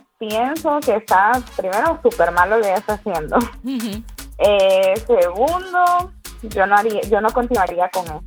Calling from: Honduras; Soy de Honduras

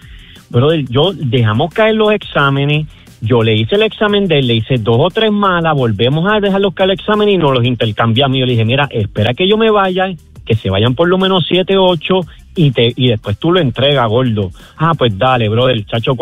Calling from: Carolina, Puerto Rico; Soy de Carolina

